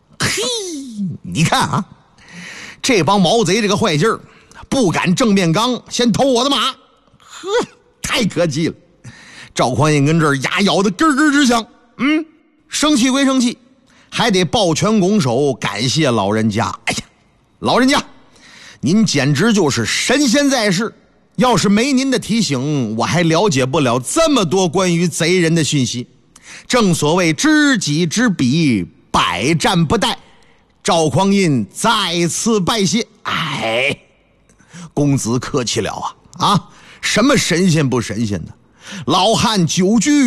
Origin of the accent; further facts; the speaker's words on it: Northeast China, China; accent: Northeastern Mandarin; 按我们老家东北话说